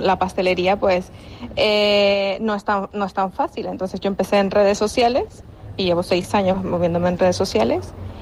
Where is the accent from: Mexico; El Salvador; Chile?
El Salvador; moved away as an adult; now in Lanzarote, Spain; Yo soy de El Salvador, Centroamérica.